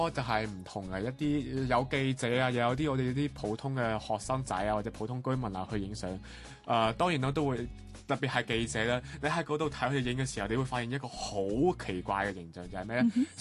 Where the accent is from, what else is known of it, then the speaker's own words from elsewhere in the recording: Macau; 啊各位，端午节快乐！